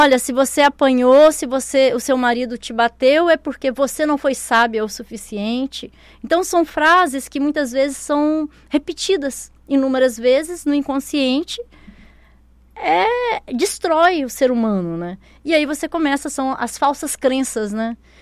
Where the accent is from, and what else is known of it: Rondônia, Brazil; born or raised there; moved away as an adult; also born or lived in Goiânia; now in Roraima, Brazil